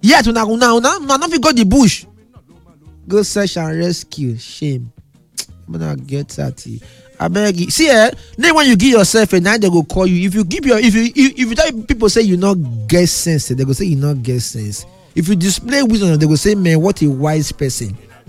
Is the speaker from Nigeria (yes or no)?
yes; Nigeria; I'm talking as a Nigerian, a concerned Nigerian for that matter.